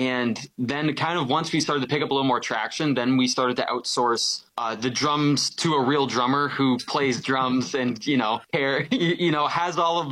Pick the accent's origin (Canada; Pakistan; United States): Canada; Fort Erie, Ontario; I'm from Fort Erie. I'm from the middle of nowhere.